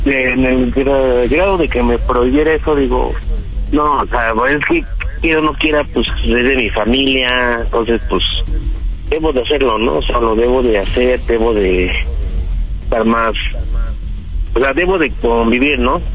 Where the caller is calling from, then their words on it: Mexico City, Mexico; 33, soy de la Ciudad de México.